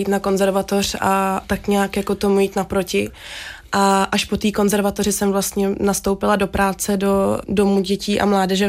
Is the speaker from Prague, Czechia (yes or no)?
yes; Prague, Czechia; born there; jsem se narodila v Praze. V minulém století ještě, v roce 98.